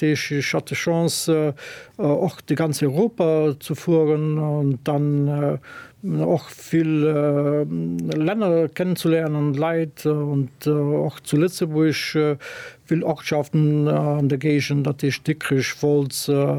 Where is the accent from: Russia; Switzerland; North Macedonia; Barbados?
North Macedonia; Tetovo, Polog; German is a second language; Ich komme aus Westens Mazedonien. Ich war gebürtig zu Tetovo. das in Stadt vom Ball 80.000 Awohner mein Eltern sind am Fongol von Region Nationalpark Mavrovo ja.